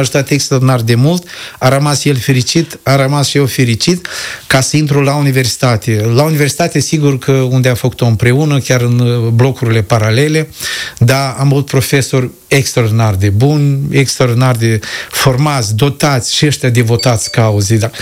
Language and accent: Romanian; Fârlădeni, Căușeni District, Moldova; moved away as an adult; also born or lived in Tiraspol; În satul meu, din fârlădenii mei, din Căușeni, dar eu sunt din Șesu Popii de la Fârlădeni